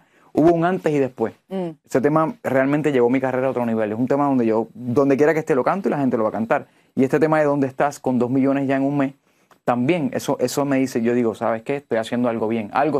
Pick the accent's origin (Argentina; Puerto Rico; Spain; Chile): Puerto Rico; Yo llegaba a Puerto Rico y decían, ¿tú eres caraqueño? Y yo, no, soy puertorriqueño, pero porque tú hablas así. Me cambió el acento.